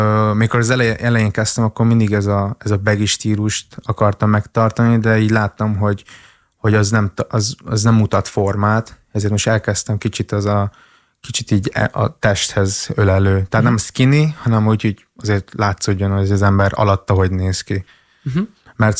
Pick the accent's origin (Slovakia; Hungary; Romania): Hungary; born there; nem vagyok magyar, de itt születtem, közben vietnámi vagyok